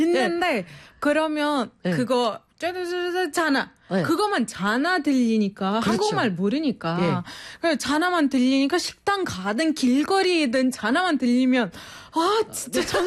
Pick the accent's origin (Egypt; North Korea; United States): Egypt; Korean is a second language; 제가 소개할 때 아 네. 이집트에서 온